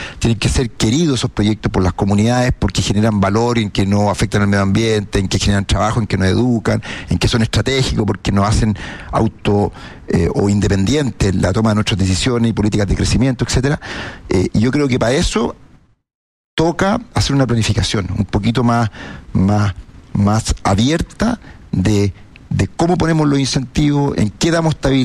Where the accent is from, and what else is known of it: Chile